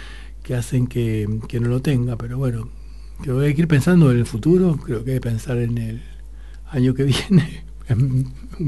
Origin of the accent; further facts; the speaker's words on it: Argentina; somos Argentina